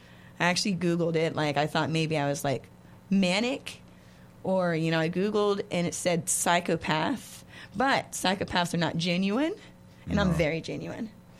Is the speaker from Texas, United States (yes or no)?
no; West Virginia, United States; We're from West Virginia, right. And that's kind of what we do up in West Virginia.